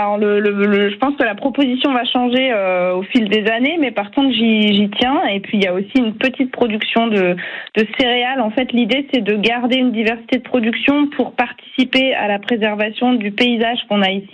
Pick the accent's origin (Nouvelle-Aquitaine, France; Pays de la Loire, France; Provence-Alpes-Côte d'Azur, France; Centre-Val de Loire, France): Pays de la Loire, France; Marçon; born there; moi je suis née à Marçon dans une famille d'agriculteurs